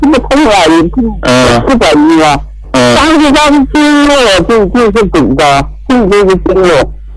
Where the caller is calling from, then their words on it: Kunming, Yunnan, China; 我是云南的，云南昆明的，